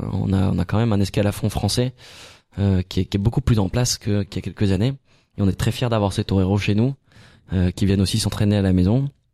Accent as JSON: {"language": "French", "country": "Switzerland", "tie": "born or raised there", "moved": "yes", "said": "on a grandi en Suisse, avec mes frères"}